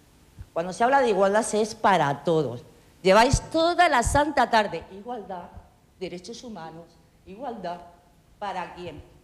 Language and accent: Spanish; Catalonia, Spain; born there; Yo me considero catalana, me considero española, yo me considero catalana, nací en Cataluña, pero soy española porque nací en España.